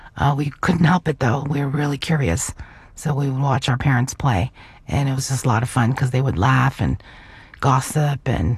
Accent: Cherry Hill, New Jersey, United States; So I grew up in Cherry Hill, New Jersey. There weren't that many Asian American families at the time.

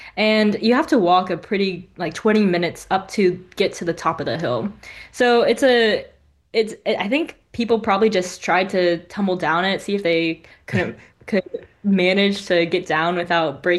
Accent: Raleigh, North Carolina, United States

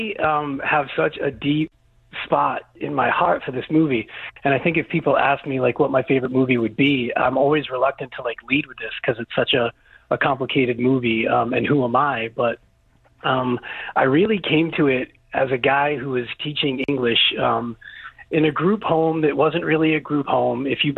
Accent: United States; just as an American going through life and understanding things

